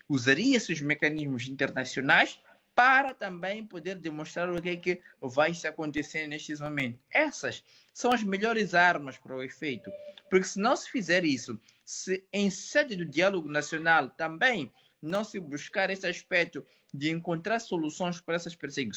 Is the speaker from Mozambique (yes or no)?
yes; Mozambique